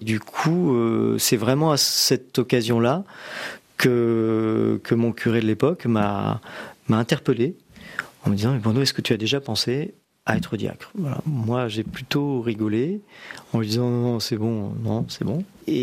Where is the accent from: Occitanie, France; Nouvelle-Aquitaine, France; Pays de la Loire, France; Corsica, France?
Nouvelle-Aquitaine, France; Melle; Mais je suis originaire de Deux-Sèvres. Voilà, je suis né à Mel. Et mes parents sont originaires de Deux-Sèvres.